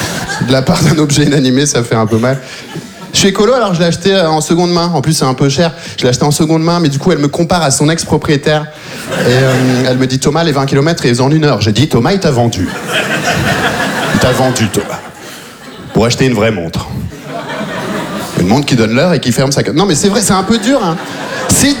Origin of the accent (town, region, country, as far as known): Belgium; born or raised there